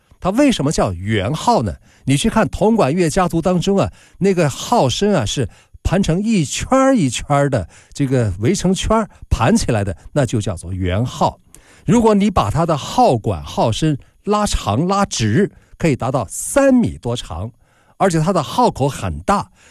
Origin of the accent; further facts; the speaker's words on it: China; 我们中国人非常熟悉的现代京剧《智取威虎山》